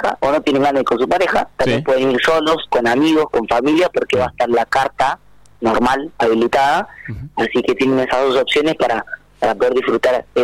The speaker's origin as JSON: {"language": "Spanish", "town": "Cinco Saltos", "region": "Río Negro", "country": "Argentina", "tie": "born or raised there", "also_born_or_lived": "Córdoba", "moved": "as an adult", "lives_now": "Buenos Aires, Argentina", "said": "soy como una mezcla, porque soy nacido en Córdoba, criado en Cinco Saltos, y ya hace 3 años estoy en Capital Federal."}